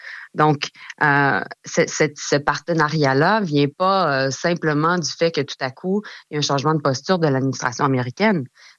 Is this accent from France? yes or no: no; Canada